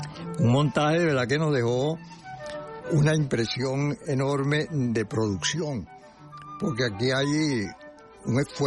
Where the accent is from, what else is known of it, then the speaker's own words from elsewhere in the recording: Venezuela; Y uno como venezolano tiene que estar agradecido